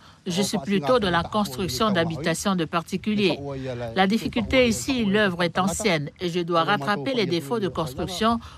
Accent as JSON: {"language": "French", "town": "Ono", "region": "Futuna", "country": "Wallis & Futuna", "tie": "born or raised there", "moved": "yes", "lives_now": "Wallis and Futuna", "said": "la sainte patronne de mon village natal, Onoa Futuna."}